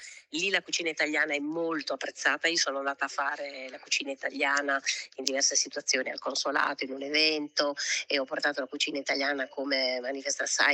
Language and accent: Italian; Emilia-Romagna, Italy; io sono romagnola, poi ho riscoperto le mie radici, cioè sono come, io dico sempre, sono partita, sono andata fuori, ho viaggiato tanto, poi un giorno sono tornata a casa